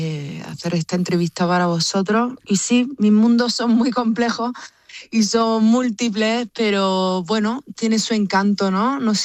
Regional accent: Granada, Andalusia, Spain; soy de Granada.

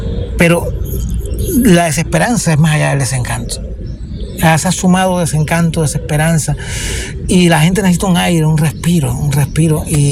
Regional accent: Cuba; yo soy un cubano de a pie que quiere que su país funcione de alguna manera mejor

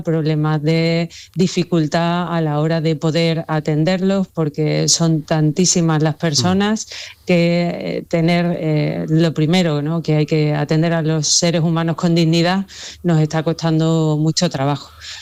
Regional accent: Ceuta, Spain; Los primeros afectados somos los ceutíes

